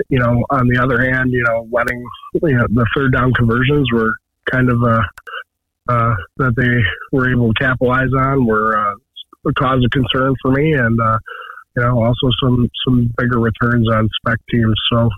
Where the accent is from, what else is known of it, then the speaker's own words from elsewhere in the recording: Caledonia, New York, United States; I'm from Caledonia. My family's from Leroy, so I know a heck of a lot because I get a lot of phone calls from the family.